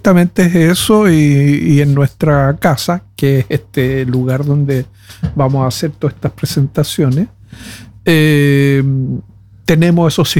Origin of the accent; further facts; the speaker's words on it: Chile; now in Norway; yo, que soy chileno